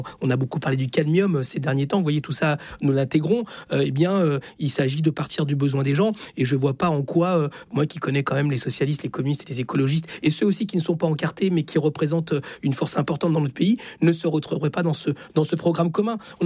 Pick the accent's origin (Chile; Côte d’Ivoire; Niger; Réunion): Chile; now in France; Je viens du Chili. Je suis fils d'exilés politiques. Je suis en France parce que l'extrême droite a pris le pouvoir de la pire des manières.